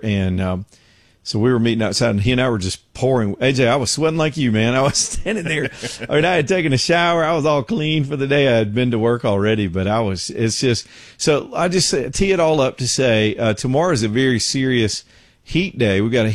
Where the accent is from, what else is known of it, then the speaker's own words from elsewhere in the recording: the South, United States; I'm a Southerner. I grew up in the South, spent 99.9% of my life here.